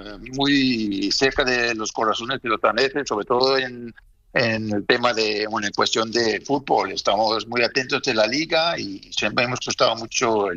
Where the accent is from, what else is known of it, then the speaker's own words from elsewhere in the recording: Spain; now in Denmark; Que mucho suerte desde Dinamarca, un abrazo fuerte. Un abrazo fuerte. Yo soy español.